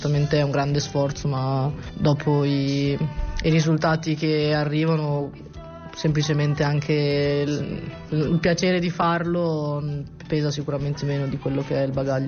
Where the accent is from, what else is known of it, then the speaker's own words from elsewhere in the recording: Cittadella, Veneto, Italy; nel paese in cui vivo, perché vengo da Cittadella.